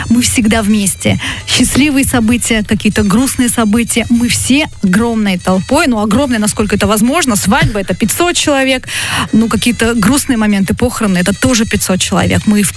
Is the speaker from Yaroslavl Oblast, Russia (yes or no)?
no; Yekaterinburg, Sverdlovsk Oblast, Russia; moved away as an adult; now in Krasnodar, Russia; я вообще из Екатеринбурга. Я там родилась, выросла, 23 года прожила и уже потом переехала сюда, в Краснодар.